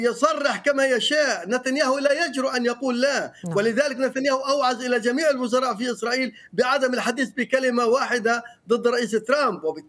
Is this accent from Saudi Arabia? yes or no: no; Palestine; accent: Palestinian; بنسميها بلهجتنا الفلسطينية الفشك الأخير في يد نتنياهو،